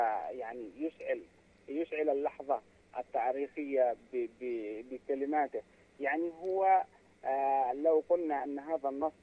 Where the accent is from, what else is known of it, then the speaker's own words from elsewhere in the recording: Tihama, Yemen; مثلا عندنا في تهامة يعني زي ما تقول كيلوهات مربعة من الأشجار السمر والسلام وأشجار أخرى ونباتات وحيوانات برية نسميها هيجة.